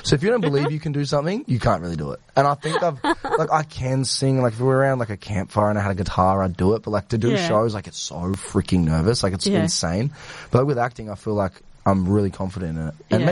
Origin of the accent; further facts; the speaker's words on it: Mildura, Victoria, Australia; now in Melbourne, Australia; I grew up in the country. Like, I grew up in Mildura.